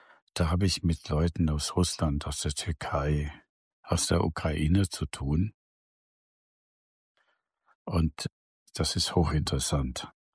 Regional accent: Germany; und ich bin aus Deutschland

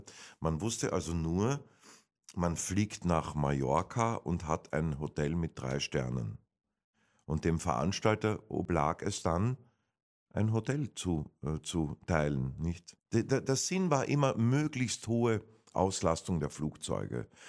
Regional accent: Carinthia, Austria; accent: Carinthian; moved away as an adult; Und ich habe schon das Zuhause vermisst, ehrlich gesagt. Schön gewohnt und alles, ja, aber Kärnten ist leider eins, ne? Und da habe ich mir gedacht, 2012, nichts wie heim jetzt da. Ne? Koffer gepackt, heimgefahren. Schön ist daheim.

